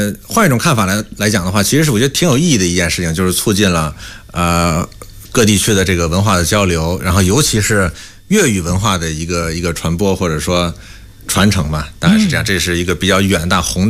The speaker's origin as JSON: {"language": "Chinese", "region": "Beijing", "country": "China", "tie": "born or raised there", "said": "我自己我是在这个朝阳区长大的，就是三元桥那边嘛。"}